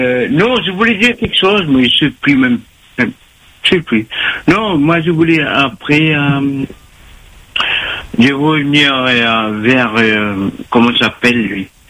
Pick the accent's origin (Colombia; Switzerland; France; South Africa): France; Réunion; Moi, je suis réunionnais. Hein. Voilà. Moi, je suis pas raciste, je suis réunionnais.